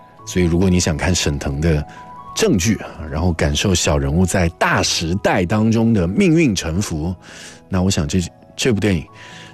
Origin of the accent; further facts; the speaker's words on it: China; 我们中国人